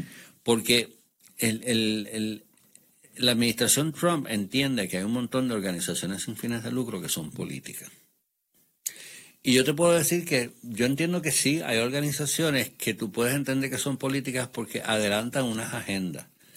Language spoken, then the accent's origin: Spanish; Puerto Rico; somos puertorriqueños, a que somos hispanos, a que somos minoría